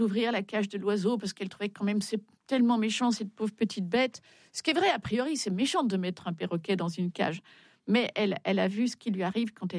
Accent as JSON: {"language": "French", "country": "Belgium", "said": "Je suis belge."}